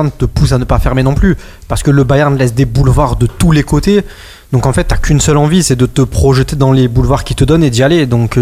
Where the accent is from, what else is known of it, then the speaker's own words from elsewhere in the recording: France; en tant que Français